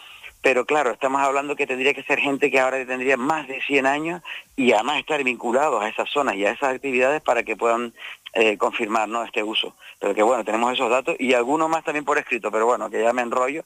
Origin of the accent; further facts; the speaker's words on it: Tenerife, Canary Islands, Spain; yo como tinerfeño